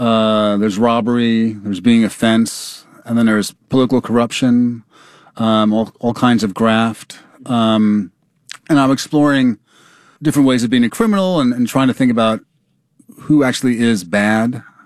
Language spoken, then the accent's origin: English; New York, United States; And I grew up in New York in the 80s where you'd hear about Michael Griffith, Eleanor Bumpers.